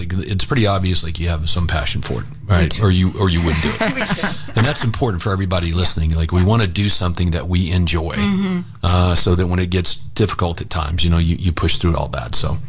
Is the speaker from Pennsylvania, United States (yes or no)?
no; Georgia, United States; But yeah, I was born and raised in Georgia, no question about it. So my most of my family lives there, and it's a great state too.